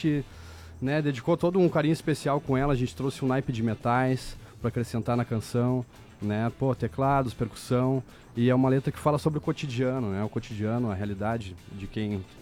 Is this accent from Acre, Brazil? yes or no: no; Porto Alegre, Rio Grande do Sul, Brazil; Sim, somos todos de Porto Alegre, a gente é da Zona Leste aqui da cidade, Partenon.